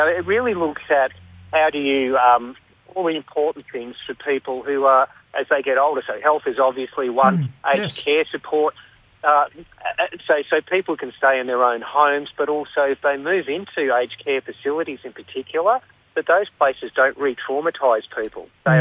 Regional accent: Shepparton, Victoria, Australia; now in Melbourne, Australia; I'm from Shepparton.

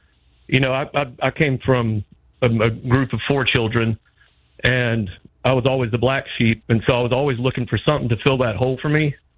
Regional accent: Atlanta, Georgia, United States; with my youth minister growing up in Atlanta, I was anything but a good child.

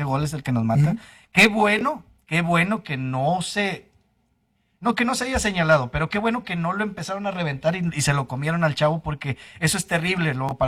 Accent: Mexico; que debemos de también nosotros como mexicanos quitarnos esa mentalidad, para mí mediocre, de criticar al naturalizado.

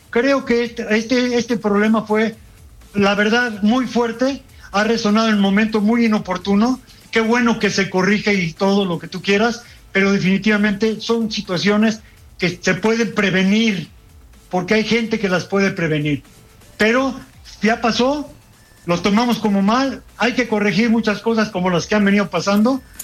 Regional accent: Mexico; soy mexicano, porque soy ser humano

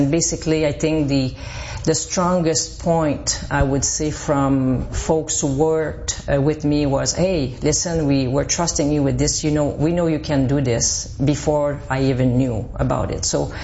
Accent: Val-des-Sources, Quebec, Canada; I come from Val des Sources. It's a small, it used to be a mining town, asbestos.

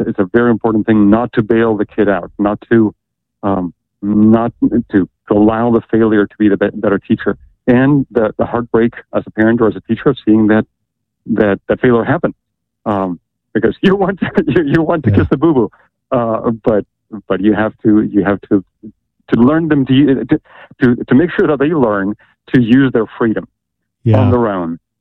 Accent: Ecuador; I am still in Ecuador

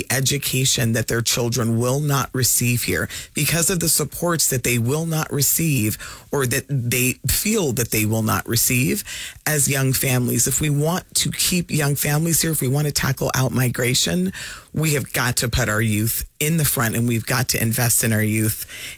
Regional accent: Alaska, United States; moved away as an adult; also born or lived in East Coast; I grew up in this place. I received an education in this place. I received opportunity in this place.

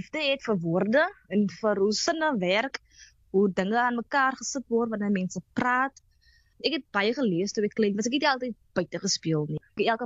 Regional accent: Atlantis, Western Cape, South Africa

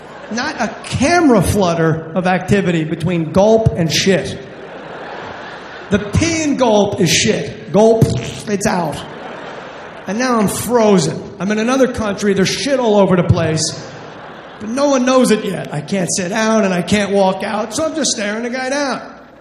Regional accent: New Jersey, United States; I'm from Jersey, man, I don't fuck around.

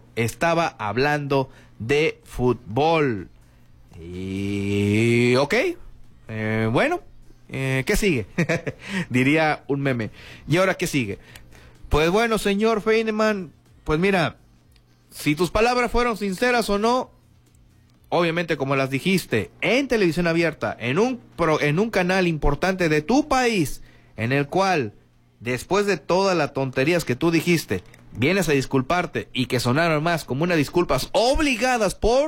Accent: Mexico; los mexicanos, o sea, nosotros

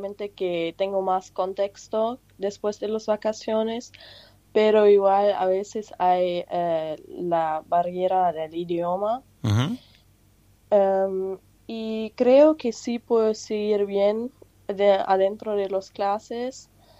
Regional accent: Germany; Spanish is a second language; now in Argentina; O sea, yo soy europea y nosotros caminamos a todos los lados.

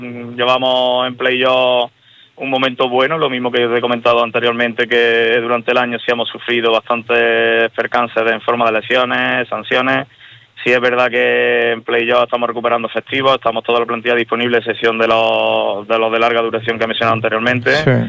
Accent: Córdoba, Andalusia, Spain; yo soy cordobés, ¿eh?

